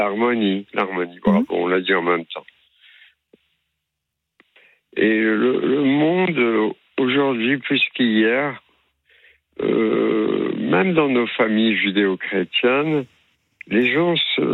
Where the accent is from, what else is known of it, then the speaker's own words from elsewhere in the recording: Chlef, Chlef Province, Algeria; born there; now in southern France; Je suis né en Algérie de culture juive. Donc les grandes familles. Je suis né à Orléansville.